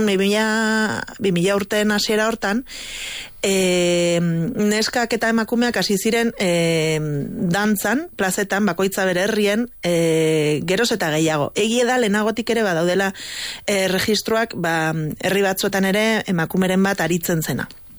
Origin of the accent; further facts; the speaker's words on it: Hondarribia, Basque Country, Spain; Hondarribin sortu naiz